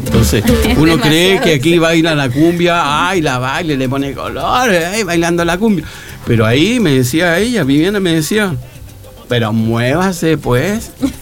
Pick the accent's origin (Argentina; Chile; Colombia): Chile; nosotros los chilenos somos un poco tiesos.